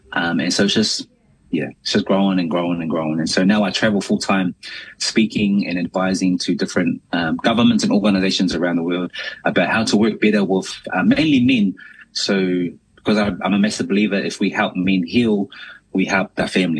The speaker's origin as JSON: {"language": "English", "town": "Christchurch", "region": "Canterbury", "country": "New Zealand", "tie": "born or raised there", "also_born_or_lived": "Auckland", "said": "I am New Zealand born Samoan. I was born in Tamaki Makaurau, Okilangi, Auckland, South Auckland, Mangere to be exact, but raised down in the mighty home of the Crusaders, Christchurch, Ōtautahi."}